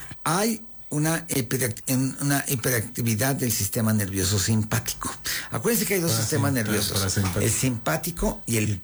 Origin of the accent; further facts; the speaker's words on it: Coacalco, State of Mexico, Mexico; No, ¿qué te pasa? ¿Por qué te metes con Coacalco?